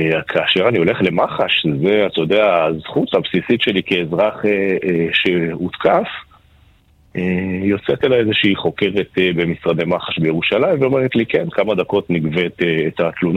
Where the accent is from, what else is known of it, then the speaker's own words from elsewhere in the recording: Mitzpe Yericho, West Bank, Palestine; הגעתי ליישוב מצפה יריחו, שבו גדלתי